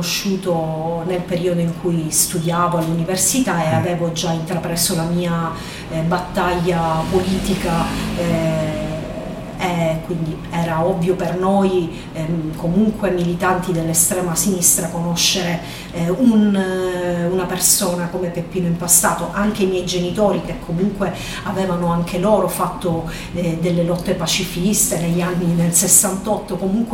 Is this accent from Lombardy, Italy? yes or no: no; Palermo, Sicily, Italy; now in Cinisi, Italy; Io non sono di Chinisi, sono di Palermo, quindi non arrivo qui perché nasco qui, ma mi trasferisco qui da alcuni anni